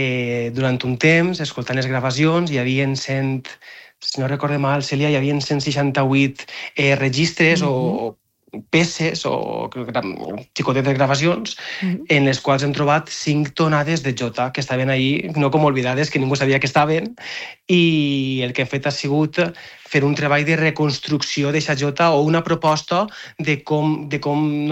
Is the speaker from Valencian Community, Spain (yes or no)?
yes; Ròtova, Valencian Community, Spain; esta vegada l'ha tocat al meu poble, a Ròtova.